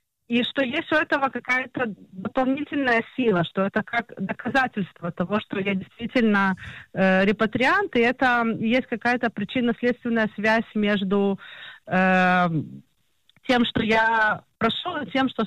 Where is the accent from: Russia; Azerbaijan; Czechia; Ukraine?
Ukraine; now in Israel; Я сама репатрировалась с Украины